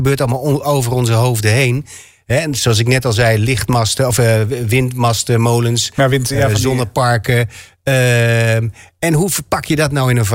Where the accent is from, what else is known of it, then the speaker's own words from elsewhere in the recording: Groningen, Netherlands; accent: Groningen; Nou ja, dat is gewoon mijn taal waar ik vandaan kom. Als ik met mijn ouders praat, dan praat ik zo, zeg maar.